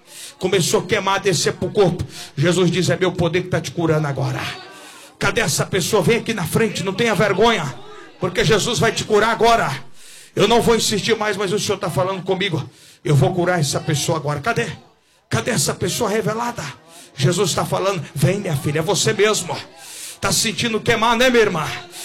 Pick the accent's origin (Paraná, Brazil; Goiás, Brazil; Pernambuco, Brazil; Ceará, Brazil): Goiás, Brazil; desculpa a expressão vulgar, eu sou do Goiás.